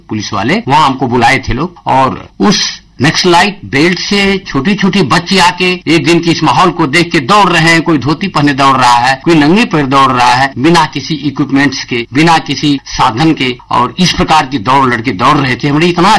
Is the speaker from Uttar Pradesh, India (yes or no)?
yes; Dabariya, Uttar Pradesh, India; Basically मैं गांव का निवासी हूँ, चंदौली जिले में धानापुर एक जगह है, धानापुर में गांव है डबरिया, उस गांव का मैं मूल रूप से निवासी हूँ।